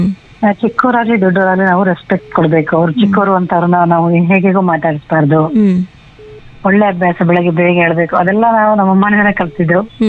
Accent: Shivamogga, Karnataka, India; ನಾನು ಶಿವಮೊಗ್ಗ ಮೂಲತಃ ಆಯೋದವಳು.

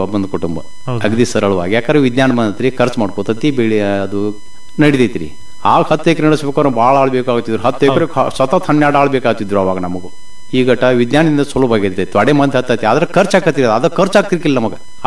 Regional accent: Karnataka, India; ನಮ್ಮ ಊರ ತಪ್ಸಿಕೆ ಮುಣಕುಲ್ರಿ, ಗೋಕಾಕ್ ತಾಲೂಕ ಹಳ್ರಿ ಅರವಾ ವಿಭಾಗ. ನಮ್ದು ನಮ್ಮ ತಾಯಿ ಊರ ಪಟ್ಟುಕುಂದ್ರಿ. ನಾವು ವಿದ್ಯಾ ಕಲಿತದ್ದು ನಮ್ಮ ತಾಯಿ ಊರಾಗ, ಈಗ ನಾವು ಇರುದು ನಮ್ಮ ತಂದೆ ಊರಾಗ.

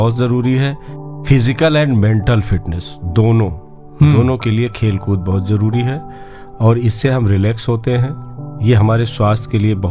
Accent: Ikauna, Uttar Pradesh, India; also born or lived in Sahabganj railway housing (birthplace); मूलतः मैं श्रावस्ती डिस्ट्रिक्ट से बिलोंग करता हूँ। श्रावस्ती जिले में इकौना तहसील में कस्बे में मेरा पैतृक आवास है

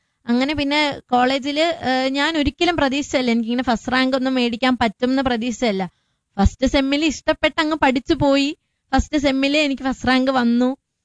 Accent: Vattiyoorkavu, Kerala, India; എന്റെ സ്ഥലം വട്ടിയൂർക്കാവാണ്

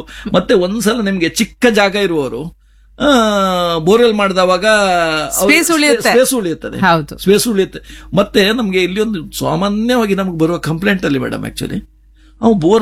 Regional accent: Kundapura, Karnataka, India; accent: Kundapura Kannada; ಇದು ನಮ್ಮ ಕುಂದಾಪುರ ಭಾಷೆ

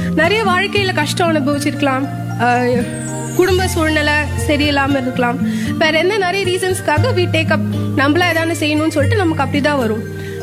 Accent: Tamil Nadu, India

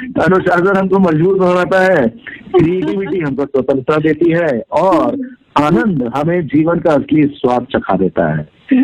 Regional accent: Lucknow, Uttar Pradesh, India; मैं लखनऊ का रहने वाला हूँ और उसी माहौल में पला बड़ा हूँ।

